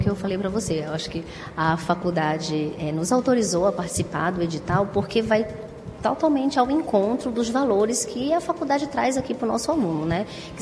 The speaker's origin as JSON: {"language": "Portuguese", "region": "Pará", "country": "Brazil", "moved": "yes", "said": "como eu sou paraense"}